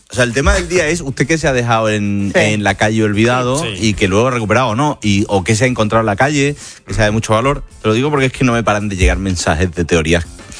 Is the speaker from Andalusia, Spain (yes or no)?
yes; Seville, Andalusia, Spain; Sabéis que, evidentemente, soy de Sevilla. Esta familia es de Sevilla.